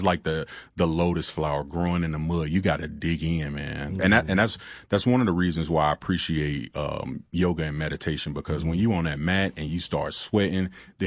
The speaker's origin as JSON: {"language": "English", "town": "Chattanooga", "region": "Tennessee", "country": "United States", "tie": "born or raised there", "said": "being a young black male growing up in Chattanooga, single mom."}